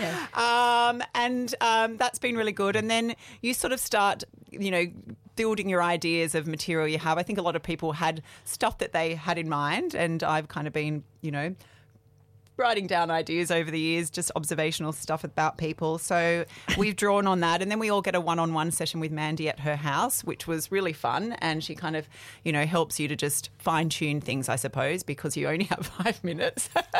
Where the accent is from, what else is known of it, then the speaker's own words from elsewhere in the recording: Sydney, New South Wales, Australia; I'm also from Sydney, but I've been up here for about 15 years.